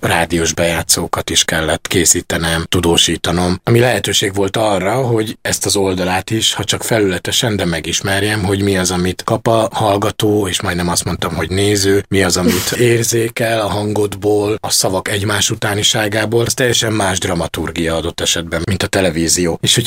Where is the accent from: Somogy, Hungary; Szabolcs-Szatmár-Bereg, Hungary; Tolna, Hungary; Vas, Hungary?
Tolna, Hungary; Kocsola; now in Budapest, Hungary; Tolna megyéből érkeztem, kis kitérőkkel, mármint a fővárosba, Dombovár mellett egy kis falu, Kocsola, körülbelül 1500-an laknak ott.